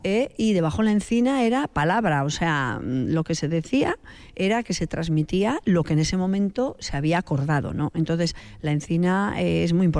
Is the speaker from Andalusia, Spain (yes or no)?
no; Artziniega, Basque Country, Spain; como somos de Archiniega y soy de Archiniega